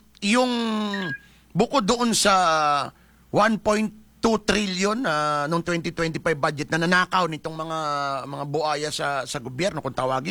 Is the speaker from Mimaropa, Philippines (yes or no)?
yes; Mimaropa, Philippines; dito din sa amin sa Palawan